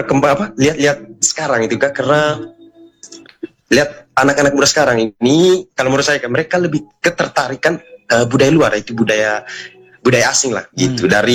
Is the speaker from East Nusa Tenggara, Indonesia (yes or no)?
yes; Ruteng, East Nusa Tenggara, Indonesia; Saya dari Manggarai, tepatnya di Ruteng.